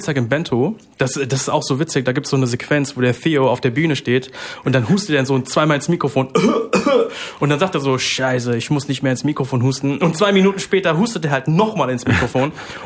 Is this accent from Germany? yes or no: yes; Germany; weil ich bin mein Leben lang schon hier aufgewachsen und ich bin immer groß geworden, ich sag ja auch schon selber, ich bin Deutscher